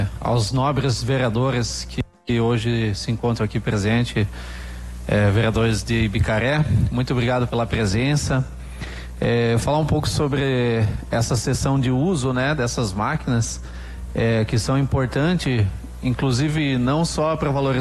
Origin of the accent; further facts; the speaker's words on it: Erval Velho, Santa Catarina, Brazil; eu sou ervalense raiz, não sou de Luzerna, não.